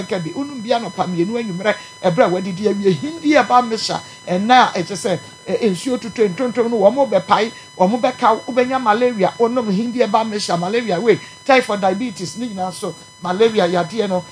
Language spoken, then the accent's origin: English; Techiman, Bono East, Ghana; from Techiman.